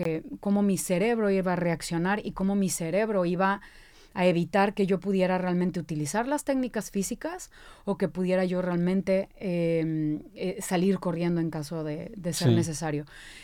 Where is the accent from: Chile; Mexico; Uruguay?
Mexico; Veracruz; now in Mexico City, Mexico; Pero yo soy de Veracruz, soy una buena jarocha, como decimos nosotros.